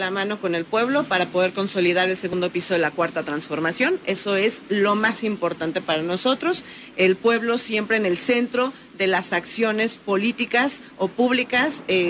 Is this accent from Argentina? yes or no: no; Mexico; Nuestro México es nuestro, es de todos nosotros y de nadie más